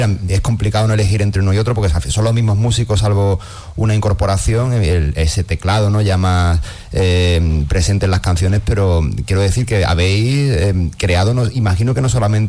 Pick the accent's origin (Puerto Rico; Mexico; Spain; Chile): Spain; Zaragoza, Aragon; Somos de Zaragoza, mis primos no, son de Zaragoza, anda ya, son de la isla